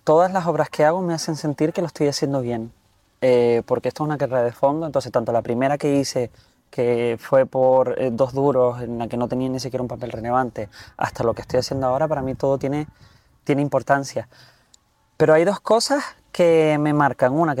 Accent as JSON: {"language": "Spanish", "town": "Firgas", "region": "Canary Islands", "country": "Spain", "tie": "born or raised there", "said": "soy muy de pueblo, yo soy de Firca, el pueblo más pequeñito de Gran Canaria, que apenas tiene 7.500 habitantes"}